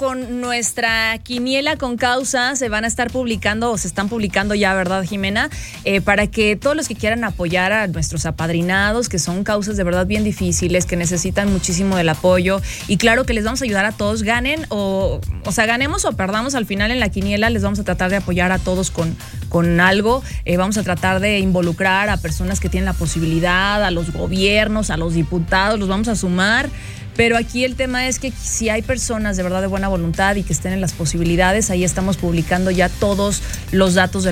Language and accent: Spanish; Mexico; Así somos los mexicanos